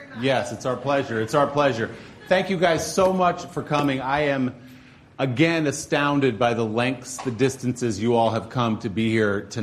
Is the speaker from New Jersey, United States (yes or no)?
yes; New Jersey, United States; I thought people would come from my hometown in New Jersey and maybe the Upper West Side.